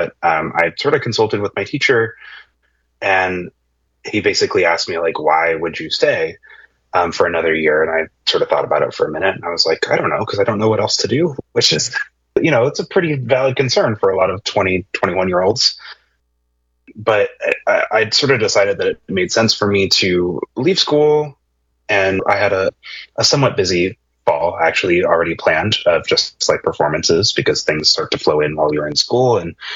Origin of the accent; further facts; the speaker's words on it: Chicago, Illinois, United States; born there; also born or lived in Dallas-Fort Worth, Texas; I grew up mostly in the Chicagoland area. While I was in elementary school and just before, I actually lived in the Dallas-Fort Worth area.